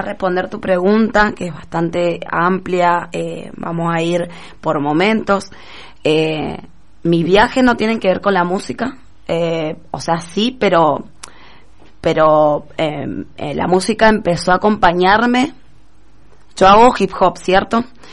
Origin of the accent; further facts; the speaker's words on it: Mendoza, Argentina; also born or lived in San Juan, Argentina; soy sanjuanina, nacida en San Juan, criada en Mendoza, pero nacida en San Juan